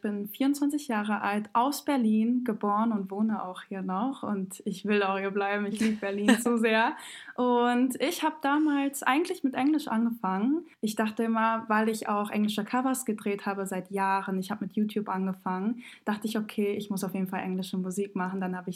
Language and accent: German; Montenegro